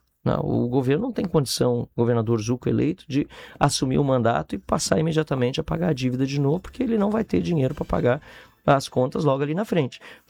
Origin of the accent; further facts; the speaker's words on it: Rio Grande do Sul, Brazil; eu com certeza sou gaúcho